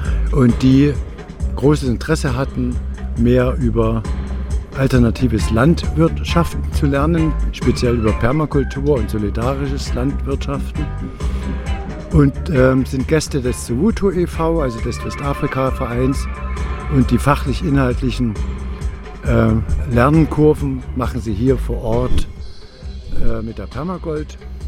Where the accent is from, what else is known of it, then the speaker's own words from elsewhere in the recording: Bautzen, Saxony, Germany; now in Nebelschütz, Germany; in Bautzen aufgewachsen und seit über 20 Jahren jetzt hier in Nebelschütz geschäftsansässig